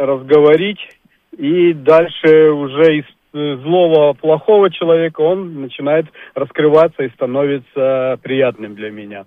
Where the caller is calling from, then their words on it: Krasnogorsk, Moscow Oblast, Russia; Красногорск.